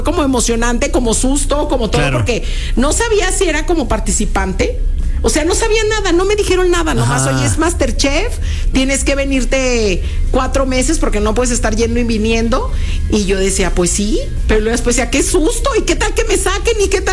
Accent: Guadalajara, Jalisco, Mexico; moved away as an adult; now in Barcelona, Spain; yo soy de Guadalajara

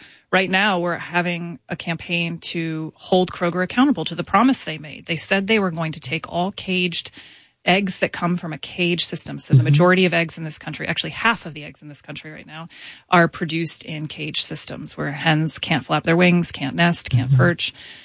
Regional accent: Florida, United States; Well, I grew up in Florida in the swamps in my backyard, and there were these ducks that used to lay their eggs and babies right in my mom's flower bed.

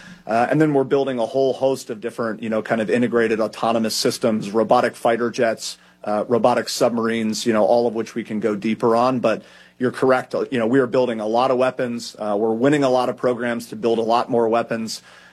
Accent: Philadelphia, Pennsylvania, United States; I did not have the pleasure of growing up in Ohio. I grew up in Philadelphia. Dad is from Cincinnati.

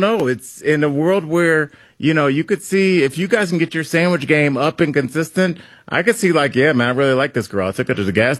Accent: Cleveland, Ohio, United States; I'm from Cleveland, Ohio. I can drive in some snow, bro.

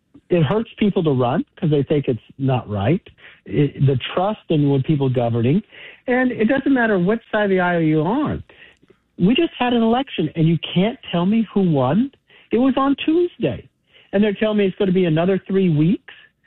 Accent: California, United States; in my years of growing up in California

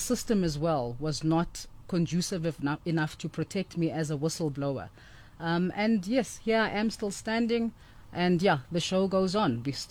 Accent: Johannesburg, Gauteng, South Africa; is a young black girl who was born and raised in Johannesburg. I grew up in the Johannesburg CBD.

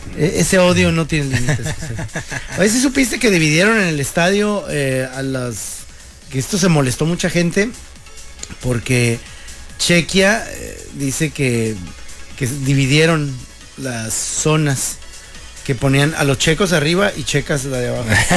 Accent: Mexico; Para reunirnos como mexicanos a celebrar

